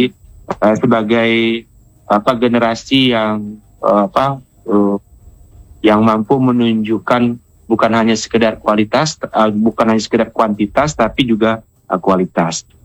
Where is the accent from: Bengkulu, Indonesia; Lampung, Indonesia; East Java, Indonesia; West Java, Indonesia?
Lampung, Indonesia; bahwa kita orang Lampung